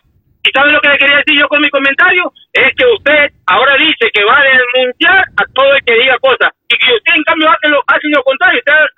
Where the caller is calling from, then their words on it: Ecuador; Yo soy ecuatoriano.